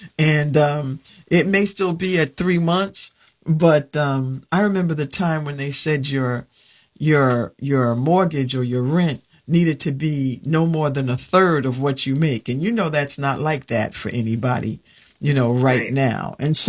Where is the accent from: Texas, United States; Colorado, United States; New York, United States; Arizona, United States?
New York, United States; now in Mitchellville, Maryland, United States; I'm in Maryland, I'm in Mitchellville, Maryland. And when I say I'm from New York